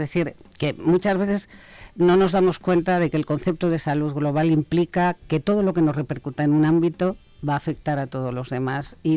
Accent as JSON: {"language": "Spanish", "area": "Sanabria", "region": "Castile and León", "country": "Spain", "moved": "yes", "said": "Sanabria, mi tierra, que allí es donde mejor se está."}